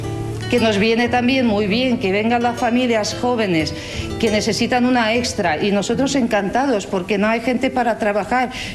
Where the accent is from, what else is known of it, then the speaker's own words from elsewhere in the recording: Ukraine; Spanish is a second language; moved away as an adult; now in Vega del Codorno, Spain; Venimos de Ucrania a este pueblo. Tengo 40 años. Llevamos en Vega del Codorno viviendo ya 3 años.